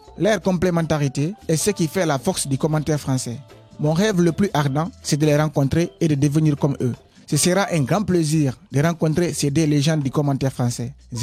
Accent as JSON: {"language": "French", "town": "Conakry", "country": "Guinea", "lives_now": "France", "said": "j'ai 16 ans, je viens de Guinée-Conakry."}